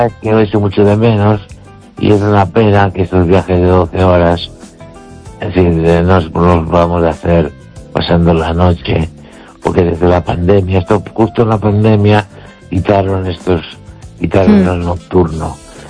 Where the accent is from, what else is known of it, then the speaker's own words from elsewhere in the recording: Galicia, Spain; Y mi pueblo está a unos 9 kilómetros o 8 de Los Peares. De la montaña. Y entonces bajábamos en Los Peares.